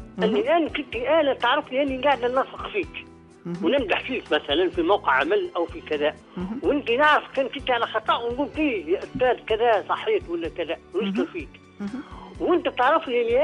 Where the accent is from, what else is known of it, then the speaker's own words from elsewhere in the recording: Tunisia; احنا في عندنا في تونس